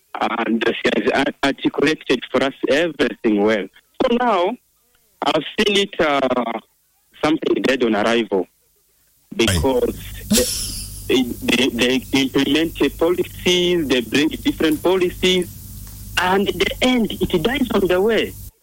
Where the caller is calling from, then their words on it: Kampala, Central Region, Uganda; I'm calling from Bukoto.